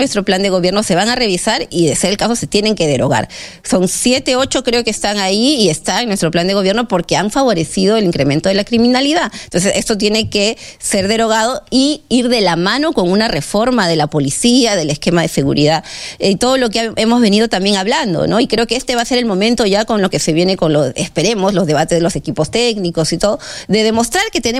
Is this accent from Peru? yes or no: yes; Peru; reconocernos como peruanos.